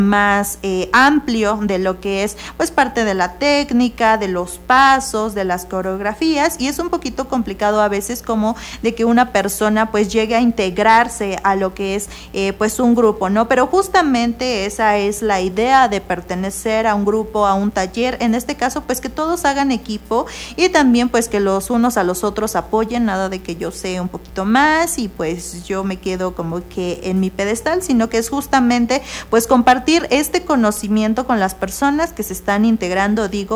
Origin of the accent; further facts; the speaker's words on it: Mexico; aquello que nos identifica como mexicanos